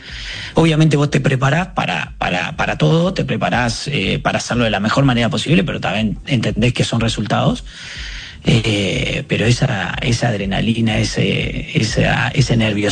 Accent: Uruguay; soy uruguayo

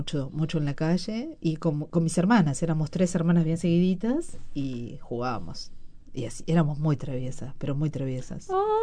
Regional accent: Las Piedras, Canelones, Uruguay; also born or lived in Montevideo / Rocha; Yo crecí en el interior, si bien nací en Montevideo, mi infancia transcurrió entre Rocha y Las Piedras, Canelones.

